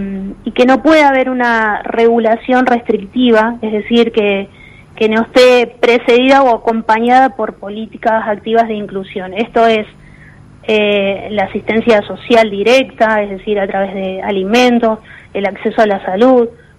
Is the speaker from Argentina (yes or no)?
yes; Argentina